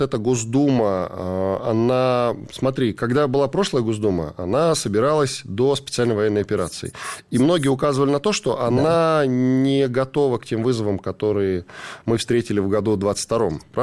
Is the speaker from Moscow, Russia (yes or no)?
yes; Moscow, Russia; Я москвич, меньше.